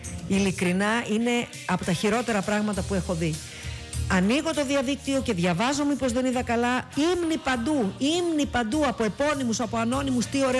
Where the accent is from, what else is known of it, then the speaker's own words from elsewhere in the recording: Greece; εμένα με πρόσβαλε ως Ελληνίδα